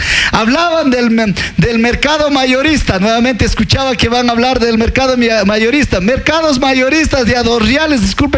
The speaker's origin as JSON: {"language": "Spanish", "region": "Tungurahua", "country": "Ecuador", "said": "Ambato indigenista, que somos los indígenas del área rural, de las parroquias y de las comunidades."}